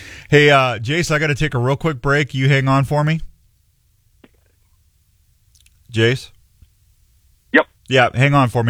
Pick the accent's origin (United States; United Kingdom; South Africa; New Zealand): United States; Missouri; moved away as an adult; now in Iowa, United States; I grew up in Missouri, and I've been living in Iowa for 26 years now.